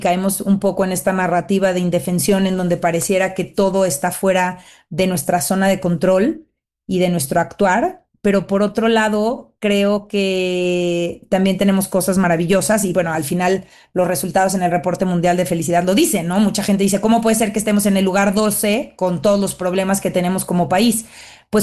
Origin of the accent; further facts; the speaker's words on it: Mexico; me sentí muy, muy orgullosa de ser mexicana